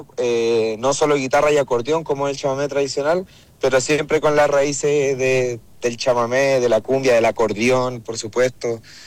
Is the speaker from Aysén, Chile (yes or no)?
yes; Aysén, Chile; born there; yo comencé muy niño siendo payador allá en la región de Aysén